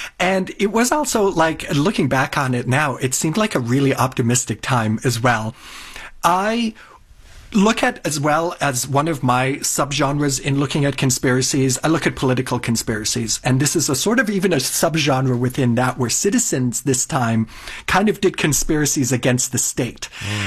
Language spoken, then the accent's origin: English; Toronto, Ontario, Canada; moved away as an adult; also born or lived in South Germany; South Germany. And we immigrated to Canada, I don't even want to tell you, but it was in 1986. And then I grew up in Toronto for the next 15 years.